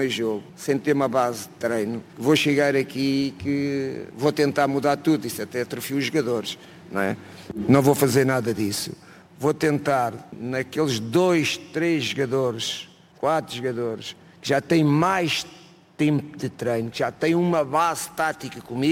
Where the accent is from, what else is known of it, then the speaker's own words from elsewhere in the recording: Portugal; Sou português, amo o meu país.